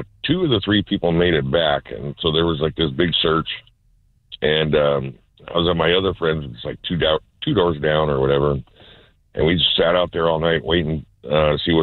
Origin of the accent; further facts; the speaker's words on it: Federal Way, Washington, United States; I grew up primarily in Federal Way, exactly one half a block from Ski Lake